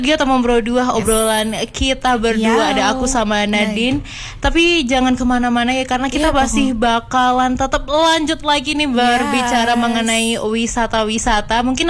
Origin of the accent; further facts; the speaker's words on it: Malang, East Java, Indonesia; aku anak Malang